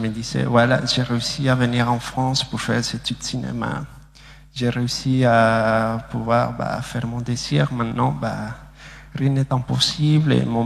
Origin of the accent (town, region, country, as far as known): Bolivia; French is a second language